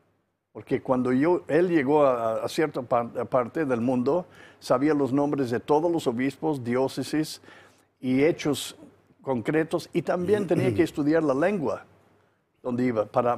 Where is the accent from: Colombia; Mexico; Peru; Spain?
Mexico; moved away; also born or lived in Tepatitlán, Jalisco